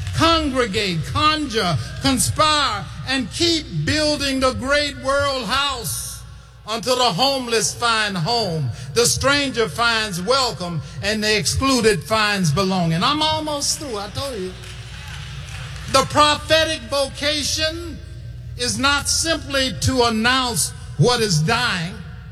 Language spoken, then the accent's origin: English; Chicago, Illinois, United States; We know something about that here in Chicago. I'm from Chicago.